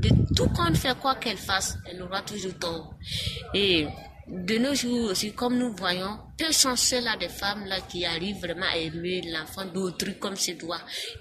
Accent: Burkina Faso; Chez nous au Burkina Faso, surtout en Afrique

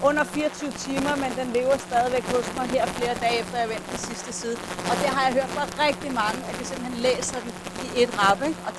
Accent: Copenhagen, Capital Region of Denmark, Denmark; Er fra Vesterbro.

